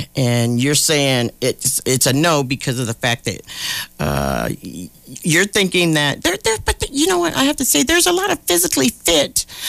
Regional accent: Washington, United States; moved away; You know, I'm originally from Washington State.

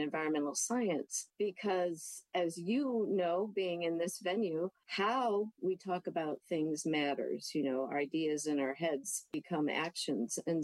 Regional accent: New York, United States; also born or lived in San Diego County, United States; Well, I grew up in New York and then lived overseas, but I spent a good 20 years in San Diego County.

